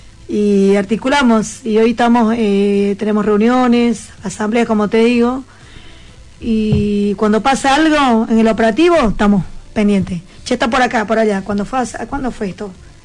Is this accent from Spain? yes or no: no; Bolivia; now in Argentina; Yo también soy de Bolivia, no hablo quechua. Pero aprendí con el tiempo, con la gente que me rodea, aprendí quechua.